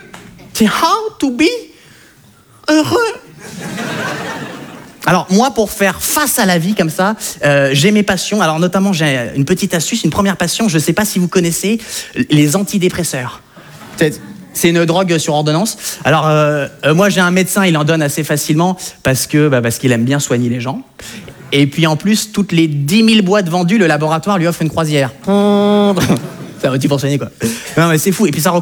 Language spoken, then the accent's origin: French; France; alors donc je me présente, donc … Bon, moi ce qui est un petit peu de rigolo chez moi, c'est qu'en fait je suis français, mais j'ai des origines hollandaises, belges, françaises, mongoles, chinoises, turques et suédoises.